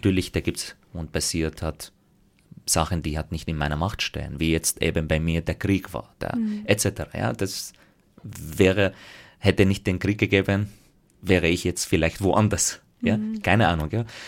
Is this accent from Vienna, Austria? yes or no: no; Graz, Styria, Austria; ich komme aus Graz, wenn ich wo unterwegs war, da war gleich die Frage, wo ich so wirklich her?